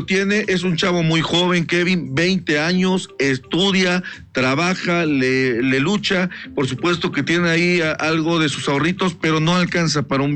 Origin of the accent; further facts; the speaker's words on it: Puebla, Mexico; lo presumamos como poblanos.